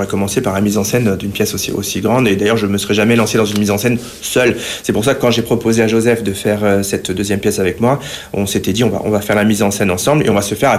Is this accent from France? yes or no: no; northern Italy, Italy; born there; French is a second language; Et non, je suis né en Italie, du Nord.